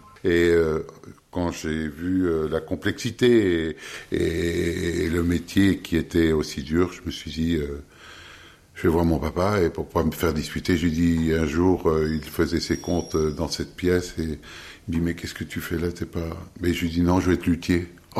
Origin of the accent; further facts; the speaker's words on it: Mirecourt, Grand Est, France; born there; now in Bordeaux, France; je suis né à Mirecourt dans les Vosges.